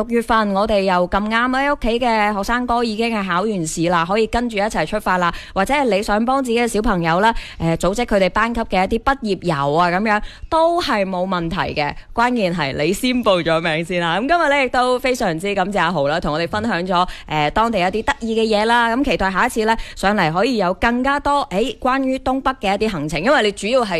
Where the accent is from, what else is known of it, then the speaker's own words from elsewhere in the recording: Guangdong, China; 啱唔啱我哋广东人口味先？